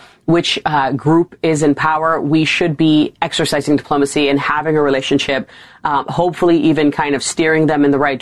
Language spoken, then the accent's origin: English; New York, United States; born or raised there